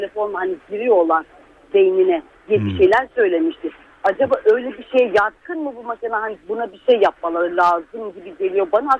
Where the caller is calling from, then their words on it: Istanbul, Turkey; ben Eyüp Sultan'dan arıyorum.